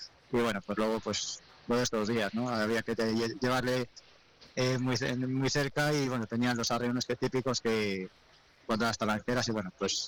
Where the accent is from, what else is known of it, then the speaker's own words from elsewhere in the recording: Laguna de Duero, Castile and León, Spain; mañana mismo ya empieza la fiesta de mi pueblo, en Laguna de Duero.